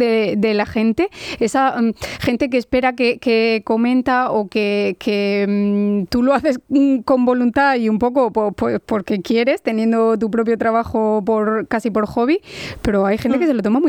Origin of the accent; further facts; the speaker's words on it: Region of Murcia, Spain; desde los que somos murcianos hasta los que nos ven desde fuera